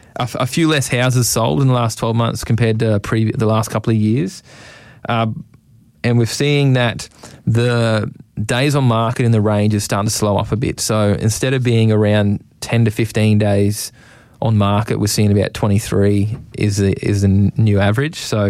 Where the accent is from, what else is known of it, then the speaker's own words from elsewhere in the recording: Rockhampton, Queensland, Australia; born there; I think I might have been born in the Mater